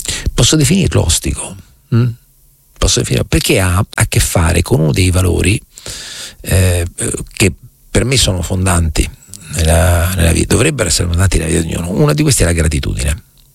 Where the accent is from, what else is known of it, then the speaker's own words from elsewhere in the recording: Marche, Italy; now in Rome, Italy; io non sono nato a Roma, ragazzi, ma mi sento profondamente romano, il che non significa negare le mie origini. Cioè, quando io parlo con qualcuno mi dico: tu sei, io sono marchigiano, lo dico sempre